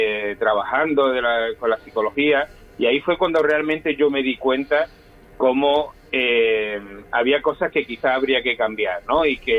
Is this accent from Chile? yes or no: no; Andalusia, Spain; soy de Andalucía Occidental.